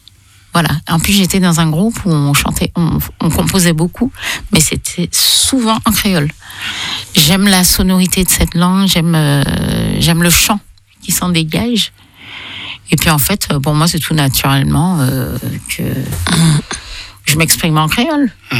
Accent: Lille, Hauts-de-France, France; born there; Pas du tout, je suis née à Lille.

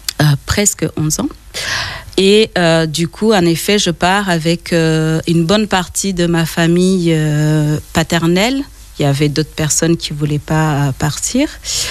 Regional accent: Rwanda

